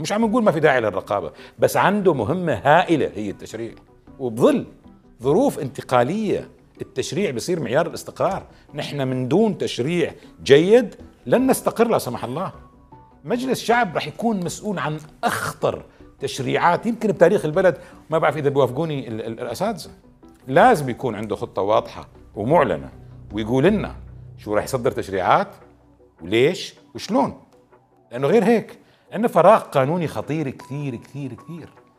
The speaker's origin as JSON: {"language": "Arabic", "country": "Syria", "said": "نحن سوريين"}